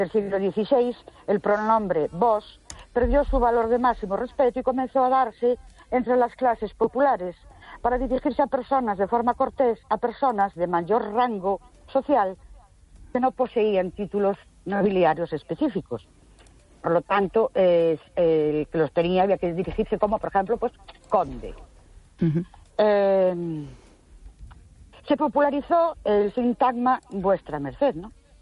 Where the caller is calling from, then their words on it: Ourense, Galicia, Spain; de Ourense.